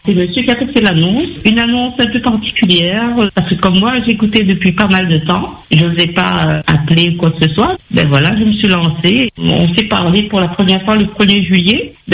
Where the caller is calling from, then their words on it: east, Réunion; moi je suis de l'Est